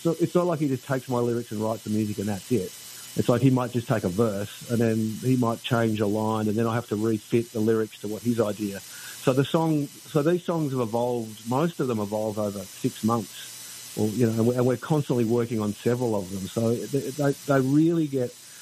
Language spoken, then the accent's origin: English; Australia